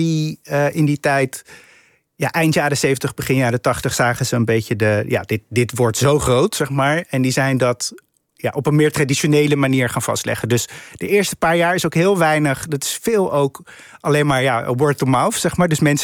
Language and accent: Dutch; The Hague, South Holland, Netherlands; Ik kom uit Den Haag.